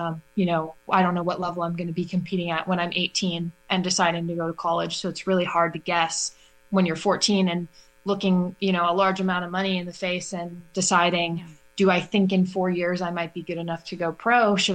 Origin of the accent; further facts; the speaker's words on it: Whitewater, Wisconsin, United States; my hometown of Whitewater, Wisconsin